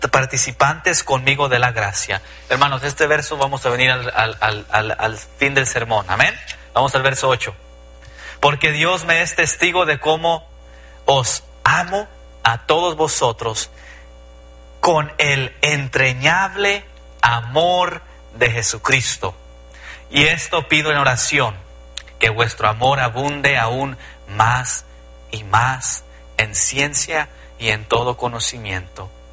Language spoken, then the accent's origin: Spanish; Los Angeles, California, United States; yo crecí en Los Ángeles, California, y la mayoría de las personas donde, ahí en el mero sur centro de Los Ángeles, la mayoría son hispanos, la mayoría mexicoamericanos